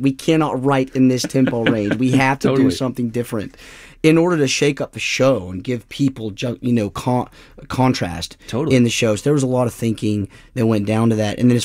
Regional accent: Tennessee, United States; Me and Brenna are from the same area, kind of Appalachia. She's from Eastern Kentucky. I'm from Eastern Tennessee.

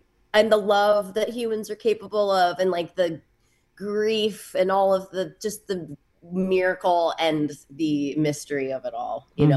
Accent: Midwest, United States; also born or lived in California / Iowa; now in Minnesota, United States; I lived in California then. I'm from the Midwest. But it's just like this Minnesota pull, because my husband's in Rochester. So I kind of live in Minnesota now.

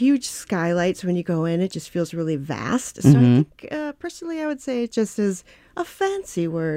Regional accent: United States; But it's cortile because we're American.

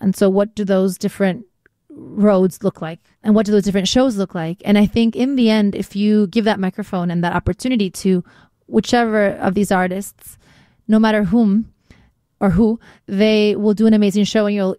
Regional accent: Chile; I went to a label once in LA, and I was like, I'm from Chile. And he's like, but you don't look like you're from Chile.

